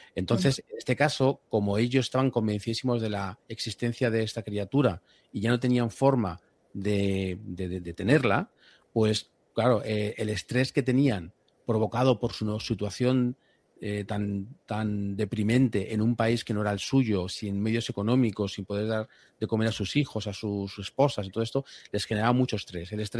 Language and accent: Spanish; Madrid, Community of Madrid, Spain; yo soy una persona que no soy de costa, soy de Madrid